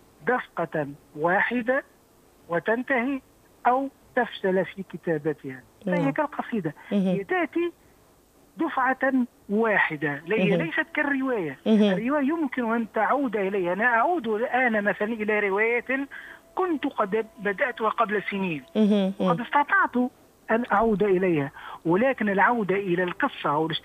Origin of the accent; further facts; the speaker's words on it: Tunisia; وأنا كاتب تونسي